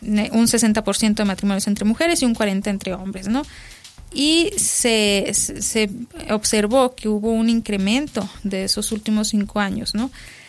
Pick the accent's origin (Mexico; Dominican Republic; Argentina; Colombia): Mexico